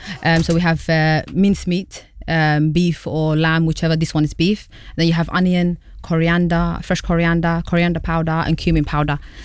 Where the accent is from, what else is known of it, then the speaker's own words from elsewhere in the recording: London, United Kingdom; So growing up in my house, a lot of meat, heavy meat, red meat.